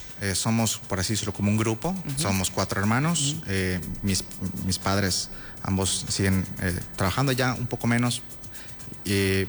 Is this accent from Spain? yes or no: no; Mexico; moved away; soy de Xuscap